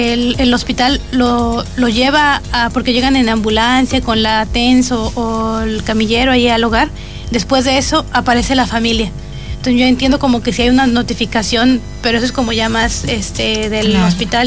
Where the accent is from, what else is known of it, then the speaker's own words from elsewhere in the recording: Mexico; now in Chile; Yo soy mexicana